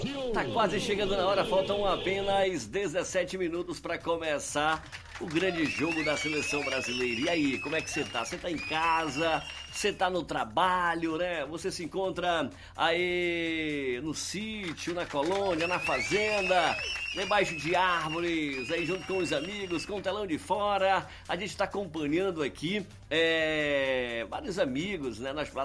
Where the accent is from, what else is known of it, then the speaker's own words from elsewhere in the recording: Brazil; Eu sou brasileiro